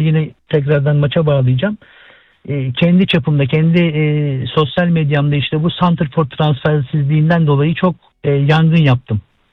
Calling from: Istanbul, Turkey; İstanbul'dan arıyorum.

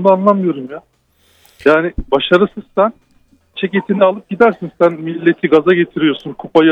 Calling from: Istanbul, Turkey; ben İstanbul'dan.

